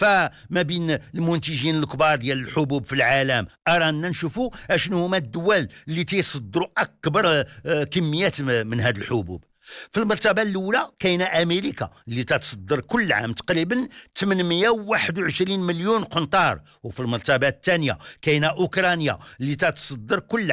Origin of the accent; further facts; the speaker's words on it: Morocco; بلادنا المغرب